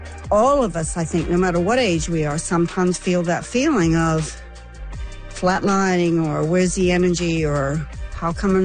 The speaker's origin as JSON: {"language": "English", "country": "Canada", "moved": "as an adult", "lives_now": "Australia", "said": "I'm a Canadian living in Australia. I've been here 40 years. On the approach of my 70th birthday"}